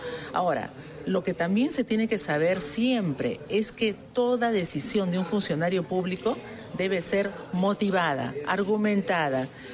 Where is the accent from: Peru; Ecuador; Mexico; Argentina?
Peru; Pero por supuesto, soy peruana.